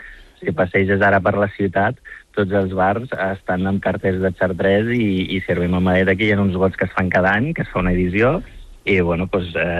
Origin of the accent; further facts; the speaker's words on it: Morocco; perquè jo vinc del nord del Marroc